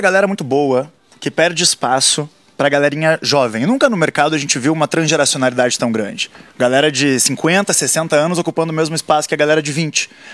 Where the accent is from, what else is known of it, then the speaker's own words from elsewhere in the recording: Rio Grande do Sul, Brazil; moved away as an adult; also born or lived in London / Sydney / Lublin / León; Sou lá do Rio Grande do Sul.